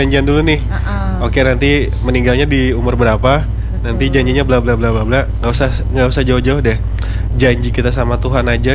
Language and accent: Indonesian; South Kalimantan, Indonesia; Makanya kan kalau kita orang Banjar sendiri kan kita punya adat ya minta rela.